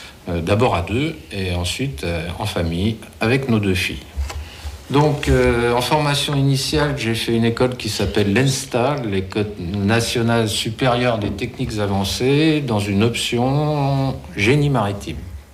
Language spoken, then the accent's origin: French; Brittany, France; born there; je suis breton d'origine